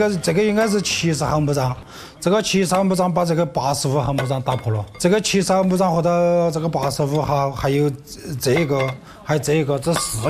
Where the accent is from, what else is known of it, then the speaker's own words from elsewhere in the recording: Guizhou, China; 我们贵州这边是粘土，它是酸性土